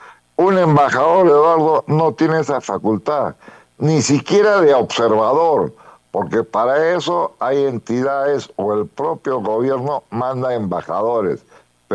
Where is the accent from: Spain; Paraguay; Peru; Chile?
Peru